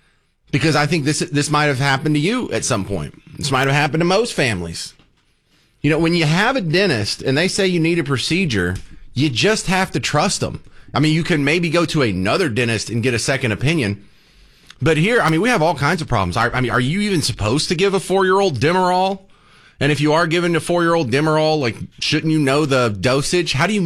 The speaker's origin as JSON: {"language": "English", "town": "Bug Tussle", "country": "United States", "said": "I'm from a very small town. I'm from Bug Tussle."}